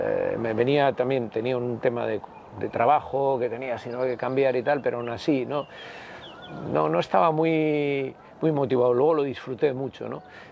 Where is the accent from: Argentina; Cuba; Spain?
Spain; Bilbao, Basque Country; Aita me llevaba de pequeño a ver en San Ignacio, jugaban en el barrio de San Ignacio, el equipo en el que luego jugué yo, el Bilbao Rugby Club.